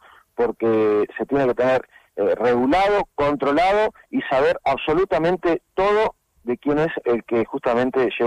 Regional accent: Puerto Madryn, Chubut, Argentina; como madrileños en algún momento queremos ser reconocidos por lo que nos corresponde, ¿no?

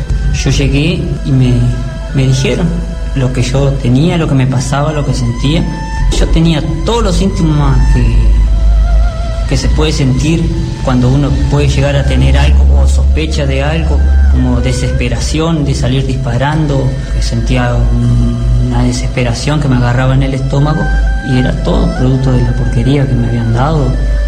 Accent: Alvear, Argentina; soy de Alvear.

